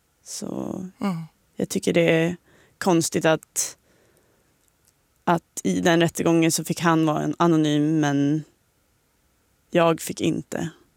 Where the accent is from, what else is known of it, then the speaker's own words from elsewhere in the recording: Sollefteå, Västernorrland County, Sweden; moved away; jag kommer liksom från Sollefteå, en liten stad där jag... liksom alltid varit väldigt godtrogen mot människor